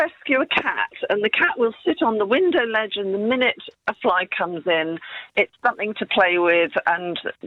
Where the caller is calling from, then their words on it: Tavistock, South West England, United Kingdom; Hi, I'm in Tavistock.